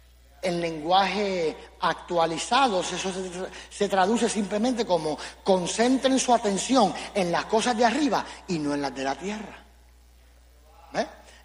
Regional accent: Puerto Rico; now in Dallas, United States; Hermano, yo soy puertorriqueño

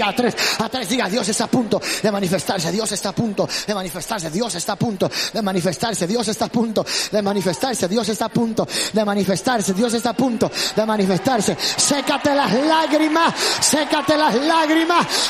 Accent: Puerto Rico; Puerto Rico, de donde yo vengo

